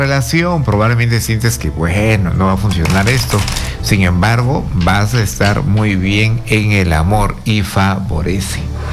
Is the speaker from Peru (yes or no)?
yes; Chiclayo, Lambayeque, Peru; Saludos del norte de Perú, mi tierra, Chiclayo.